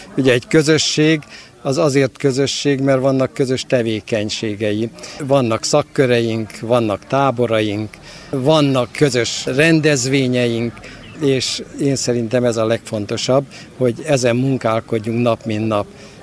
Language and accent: Hungarian; Sárospatak, Borsod-Abaúj-Zemplén, Hungary; born there; mi úgy nőttünk föl, mint egy asszimilálódott közösség, tehát Sárospatakhoz nagyon szorosan hozzátartozóan